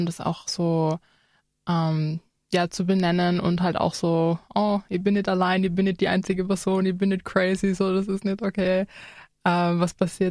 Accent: Innsbruck, Tyrol, Austria; ich und die Laura sind beide biracial, geboren, aufgewachsen in Innsbruck.

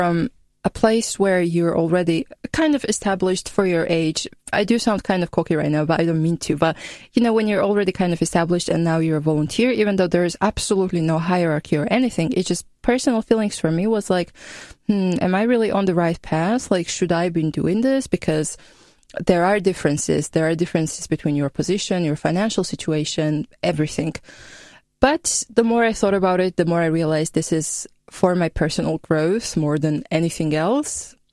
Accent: Georgia; English is a second language; Well, first of all, I'm from Georgia. I'm 25. So, being 25 and coming to a different country as a volunteer for me was a bit strange

